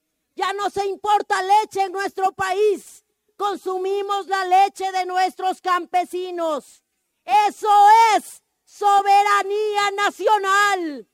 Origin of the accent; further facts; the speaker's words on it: State of Mexico, Mexico; Venimos del oriente del Valle de México, de donde se renueva el fuego cada 52 años, para decirle a nuestro movimiento que aquí estamos.